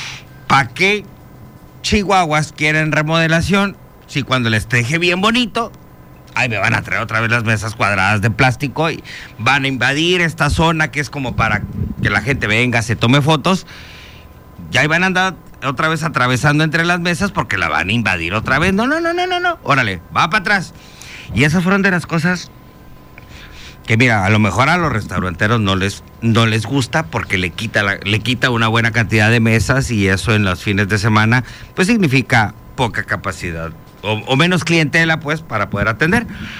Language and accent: Spanish; Chetumal, Quintana Roo, Mexico